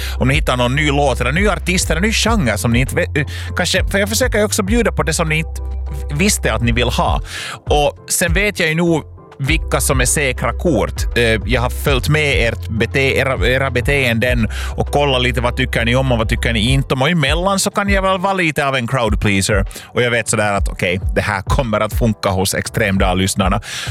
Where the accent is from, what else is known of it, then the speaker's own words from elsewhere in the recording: Loviisa, Uusimaa, Finland; moved away; till min hemstad till Lovisa